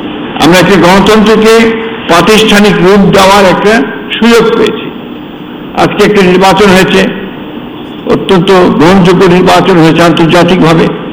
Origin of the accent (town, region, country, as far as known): Bangladesh